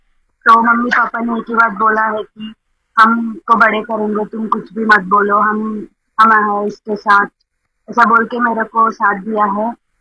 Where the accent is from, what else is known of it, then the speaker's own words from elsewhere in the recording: Andhra Pradesh, India; मैं आंध्र प्रदेश से हूँ